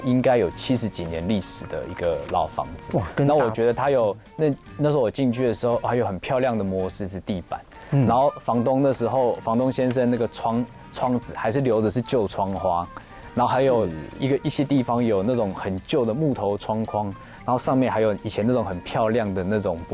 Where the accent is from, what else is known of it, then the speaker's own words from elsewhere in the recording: Taipei, Taiwan; 那潮州街这地方，因为我从小就在那个地方长大